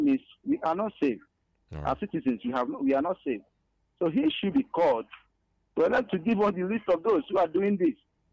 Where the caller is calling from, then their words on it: Enugu, Enugu State, Nigeria; I'm calling from Enugu.